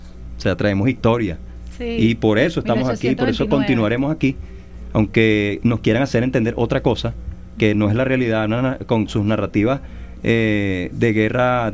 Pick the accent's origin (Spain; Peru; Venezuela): Venezuela; nuestro aporte como venezolanos y venezolanas a la conservación de la naturaleza.